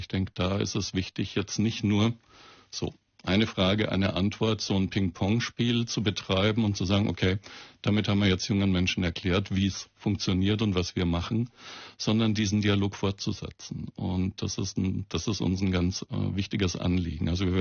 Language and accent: German; Southern Germany, Germany